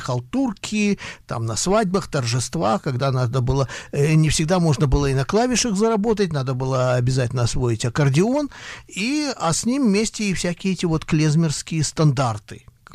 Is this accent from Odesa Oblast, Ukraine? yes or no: yes; Odesa, Odesa Oblast, Ukraine; Жил, да, я жил на уроженец Одессы.